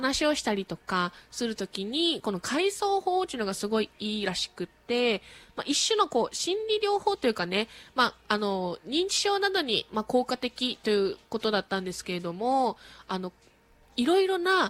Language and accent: Japanese; Amami, Kagoshima, Japan; 私ナチュー出身なんですけど